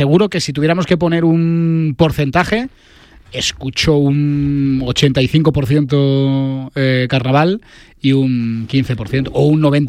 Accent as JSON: {"language": "Spanish", "town": "Madrid", "region": "Community of Madrid", "country": "Spain", "also_born_or_lived": "Vallecas", "said": "soy mitad andaluz, mitad madrileño. Bueno, yo soy madrileño, yo soy de Vallecas, pero mi madre es de Sevilla"}